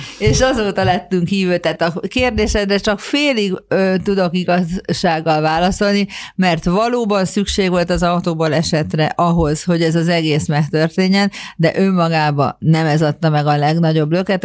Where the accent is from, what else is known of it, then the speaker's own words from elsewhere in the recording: Budapest, Hungary; also born or lived in Africa; én a Népköztársaság útján most András út nőttem föl, 5 percre a bazilikától